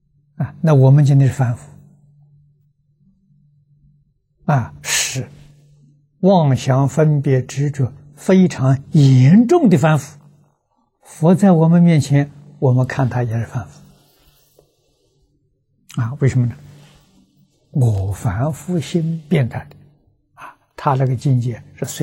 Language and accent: Chinese; China